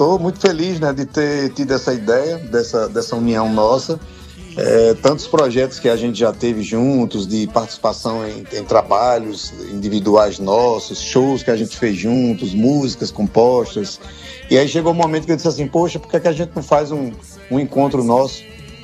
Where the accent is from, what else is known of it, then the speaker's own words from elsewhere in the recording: Salgueiro, Pernambuco, Brazil; born there; now in Bahia, Brazil; E eu nasci em Salgueiro, Pernambuco, e moro na Bahia, entre Juazeiro da Bahia e Salvador.